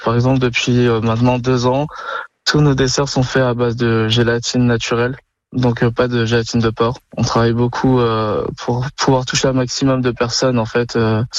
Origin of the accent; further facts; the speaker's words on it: Metz, Grand Est, France; je suis originaire de Metz à la base. J'ai fait mes études à Metz. Je me voyais pas m'installer autre part pour ma première affaire que chez moi.